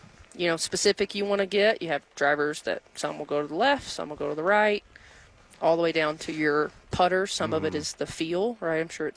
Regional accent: Alabama, United States; also born or lived in Tennessee; I'm all the way from Alabama.

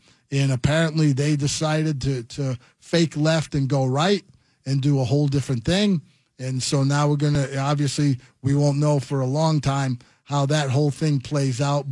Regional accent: East Coast, United States; growing up in the East Coast

